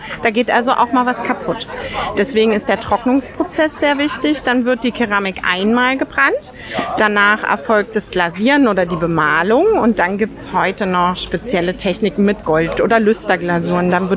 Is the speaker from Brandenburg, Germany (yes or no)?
yes; Cottbus, Brandenburg, Germany; born there; Ja, also ich stamme gebürtig aus Cottbus, das ist ganz in der Nähe vom Spreewald